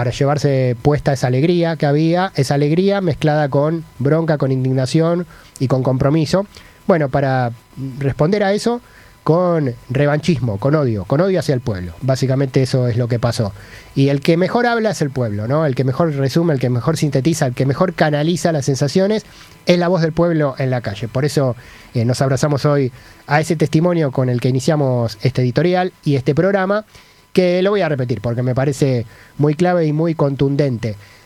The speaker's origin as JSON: {"language": "Spanish", "country": "Argentina"}